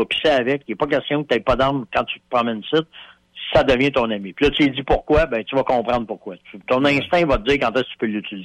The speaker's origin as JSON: {"language": "French", "country": "Canada", "said": "nous autres, on est des Canadiens, nous autres, on est fins, là, OK?"}